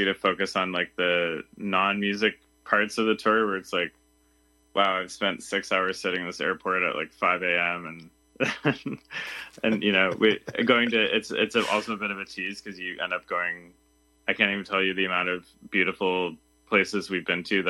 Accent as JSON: {"language": "English", "town": "Ottawa", "region": "Ontario", "country": "Canada", "tie": "born or raised there", "moved": "as an adult", "lives_now": "Toronto, Canada", "said": "I grew up in Ottawa, but I've spent the last like 15 years, 16 years in Toronto."}